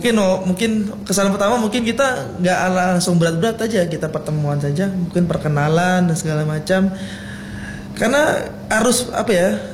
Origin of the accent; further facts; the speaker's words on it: Jambi, Indonesia; born there; Kalau saya asli emang orang Jambi ya, lahir orang Jambi.